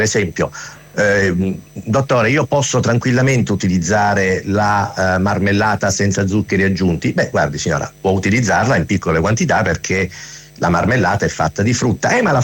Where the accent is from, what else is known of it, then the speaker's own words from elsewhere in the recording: Rome, Lazio, Italy; now in Rome and Catania, Italy; io sono romano, come diceva lei giustamente, vivo tra Roma e Catania dove lavoro